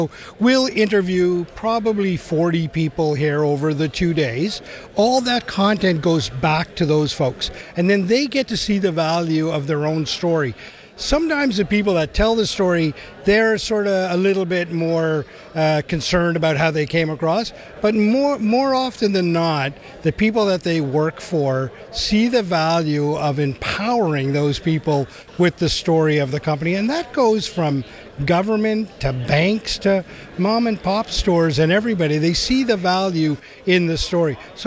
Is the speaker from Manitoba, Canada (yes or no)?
no; Newfoundland and Labrador, Canada; moved away; I'm originally from Newfoundland, so I probably come with that storytelling ability built in.